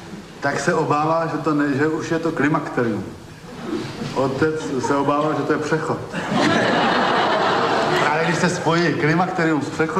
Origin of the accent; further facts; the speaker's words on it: Vizovice, Zlín Region, Czechia; born there; Vizovice jsou mé rodiště. Kdybych se narodil v Praze nebo v Paříži, byla by pro mě Paříž nebo Praha Vizovicemi. Ano, tam jsem se narodil.